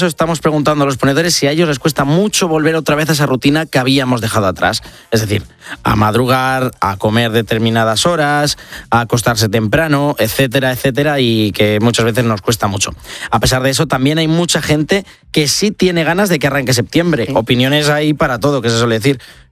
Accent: Tarancón, Castilla-La Mancha, Spain; soy de Tarancón, un pueblo, una ciudad de Cuenca.

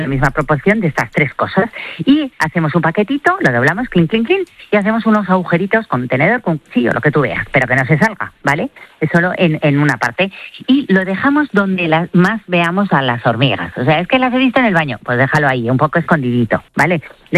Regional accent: Spain; De la Vera, por supuesto, que para eso somos españoles y vamos a tirar a nuestra tierra.

